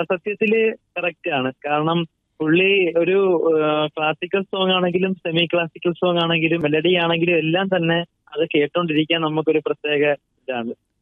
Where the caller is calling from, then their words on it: Kilikolloor, Kerala, India; ഞാൻ കൊല്ലം ജില്ലയിലെ കിളികല്ലൂർ നിന്നാണ് വിളിക്കുന്നത്.